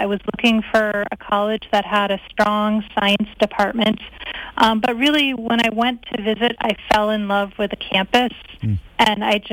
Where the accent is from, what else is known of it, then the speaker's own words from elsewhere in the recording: Massachusetts, United States; also born or lived in Connecticut / Schenectady, New York; I was born in Connecticut. I moved to Massachusetts when I was pretty young, and my parents actually owned 10 acres of land on one side of the street, and there was a national forest on the other side of the street. So I really grew up steeped in nature.